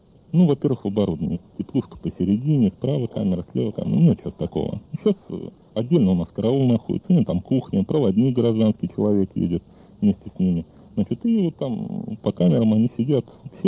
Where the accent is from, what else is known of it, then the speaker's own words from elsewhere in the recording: Lipetsk, Lipetsk Oblast, Russia; also born or lived in Saratov; now in Yekaterinburg, Russia; я из Липецка.